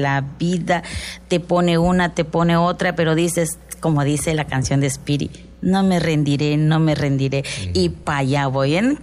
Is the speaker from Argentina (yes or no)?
no; Mexico; usted sabe que somos mexicanos